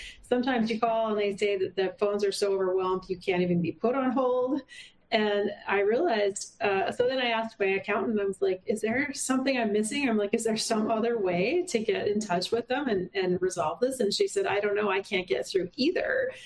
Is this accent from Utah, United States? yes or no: yes; Ogden, Utah, United States; I'm from Ogden, Utah